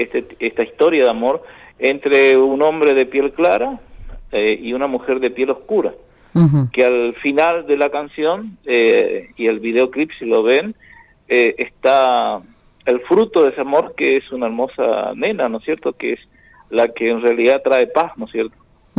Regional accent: Argentina; born there; Porque como argentino, que nací acá, amo a la Argentina, por supuesto.

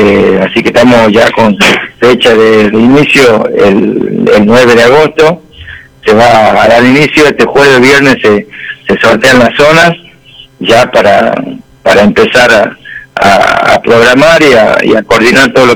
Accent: Argentina; Como todo argentino, frente al televisor

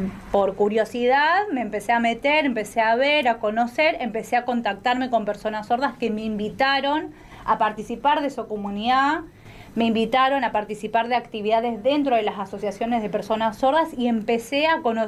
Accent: Argentina; en realidad somos todos argentinos

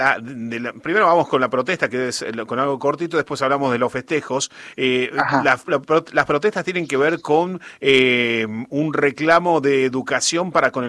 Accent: Salta, Argentina; Salta, sí, exactamente. Bueno, en el norte de Argentina.

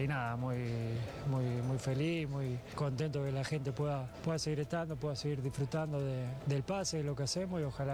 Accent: Argentina; demuestra cada día lo que somos como argentinos, el orgullo que nos

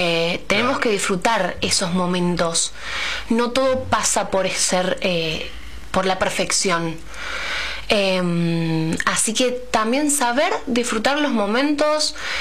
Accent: Quilmes, Buenos Aires Province, Argentina; Yo soy de Quilmes, nací en Quilmes, estudié en Quilmes.

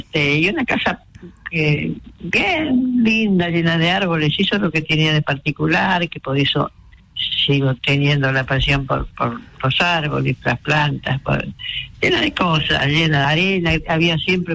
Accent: Villa Ballester, Buenos Aires Province, Argentina; Yo soy de Villa Ballester.

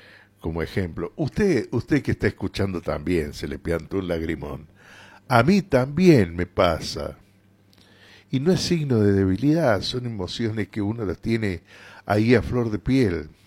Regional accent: Córdoba, Argentina; En mi vida de Córdoba, de cordobés, yo jugaba al básquetbol.

